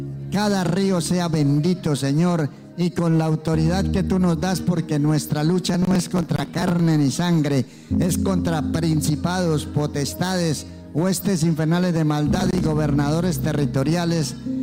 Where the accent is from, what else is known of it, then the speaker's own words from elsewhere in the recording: Colombia; born there; Muchas gracias, Dios, por habernos dado la oportunidad de nacer en Colombia.